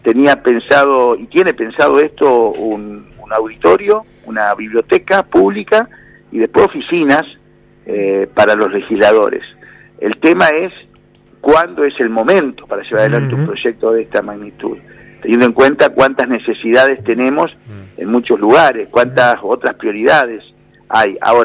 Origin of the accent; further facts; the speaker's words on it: Santa Fe, Argentina; la necesidad que yo siento como santafesino, ¿no? Que vengo, es mi segunda casa la ciudad de Santa Fe, todas las semanas estoy 3 días seguro en Santa Fe